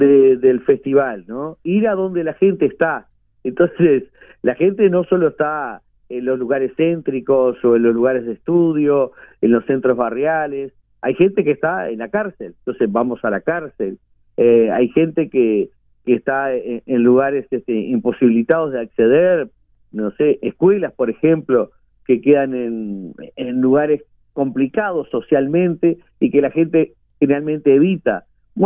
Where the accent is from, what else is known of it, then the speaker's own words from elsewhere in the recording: Tacuarembó, Uruguay; born there; yo nací en Tacuarembó y se hablaba misturado, o sea, mi familia no acostumbraba a hablar el portuñol